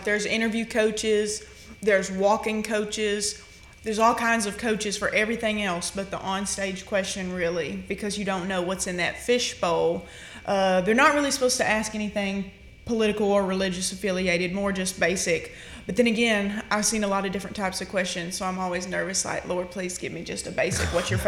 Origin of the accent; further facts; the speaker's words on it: Tennessee, United States